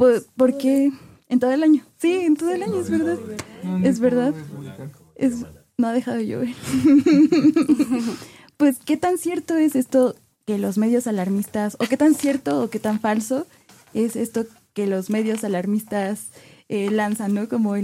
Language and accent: Spanish; Mexico